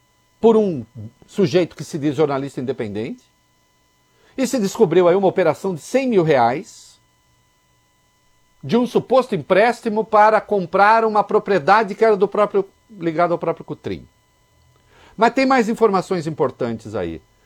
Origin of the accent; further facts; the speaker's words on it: Rio de Janeiro, Brazil; Não, eu sou carioca, não posso votar.